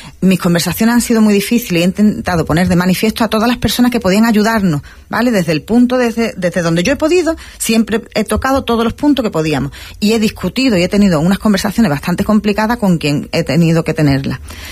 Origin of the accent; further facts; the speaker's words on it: Ceuta, Spain; vamos a demostrar lo que somos los ciudadanos de Ceuta y vamos a darle eso, una guanta sin mano, lo que se suele decir, una buena guanta sin mano, y decirle que los ciudadanos de Ceuta somos ejemplares